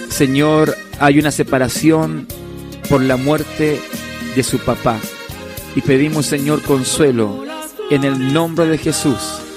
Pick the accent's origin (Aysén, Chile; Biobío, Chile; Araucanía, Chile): Araucanía, Chile; Temuco; born or raised there